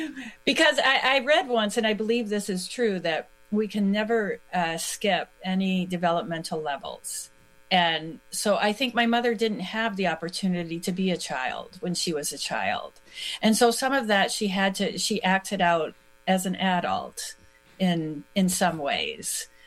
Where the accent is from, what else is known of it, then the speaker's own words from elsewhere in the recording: Canada; moved away; even though I am Canadian. My mom, all of my family lives in Canada